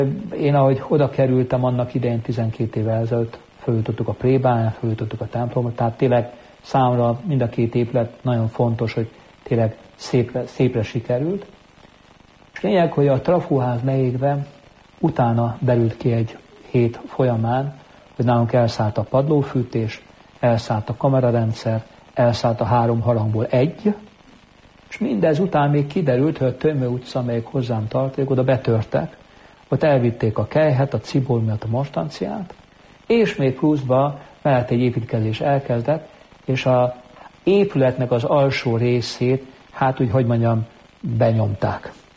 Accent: Budapest, Hungary; Tehát én budapesti lévén

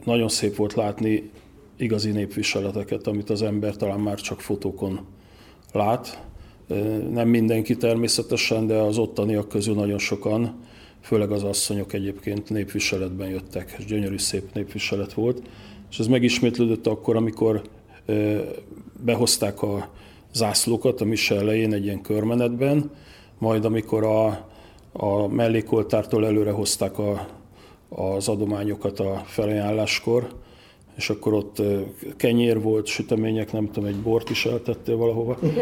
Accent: Hungary; mi nem vesszük sok esetben elég komolyan azt, hogy magyarok vagyunk

